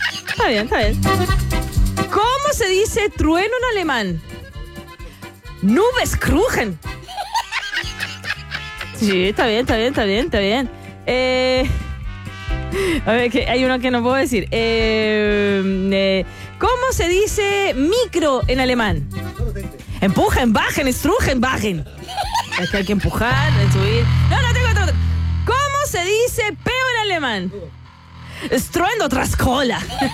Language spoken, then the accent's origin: Spanish; Chile; Yo no soy alemana … pero súper chilena que los porotos. Pero me contaron que yo soy danesa, se supone.